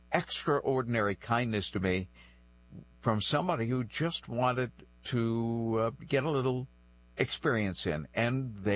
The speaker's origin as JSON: {"language": "English", "town": "New Bedford", "region": "Massachusetts", "country": "United States", "tie": "born there", "first_language": "French", "second_language": "English", "said": "my primary language, not being English, was French. We had a very, very dense Franco-American population in New Bedford at the time, back in the 50s and 60s."}